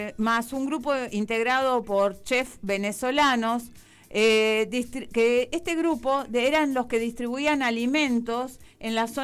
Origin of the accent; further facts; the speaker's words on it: Argentina; nosotros como argentinos